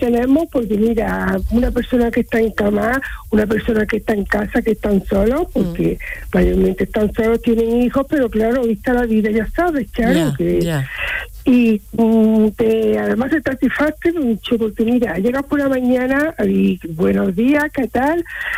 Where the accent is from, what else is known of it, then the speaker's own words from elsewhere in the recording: Córdoba, Andalusia, Spain; Pues mira, yo soy de Córdoba capital.